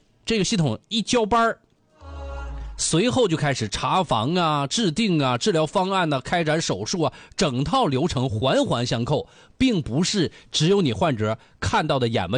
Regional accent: China; 我们是中国人，

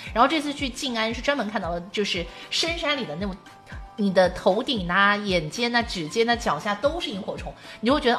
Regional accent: Ganzhou, Jiangxi, China; 我在赣州长大

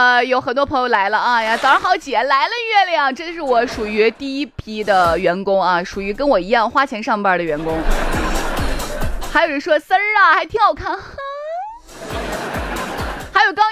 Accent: Shaanxi, China; 我们陕西人

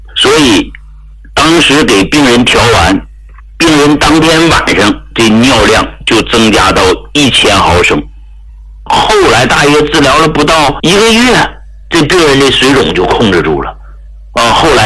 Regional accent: Hegang, Heilongjiang, China; 我说我老家是黑龙江的啊，黑龙江鹤岗那么个小地上

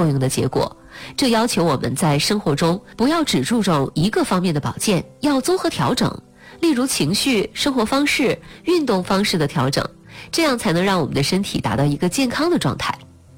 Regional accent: China; 以前我们中国人的饮食结构主要是以蔬菜为主

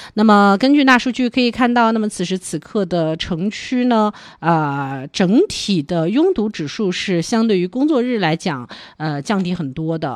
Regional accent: Xinjiang, China; 作为新疆人来讲，从来不觉得新疆海拔高啊

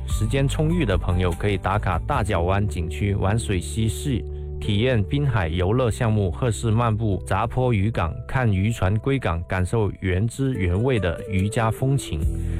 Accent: Yangjiang, Guangdong, China; 我来推荐我的家乡阳江。

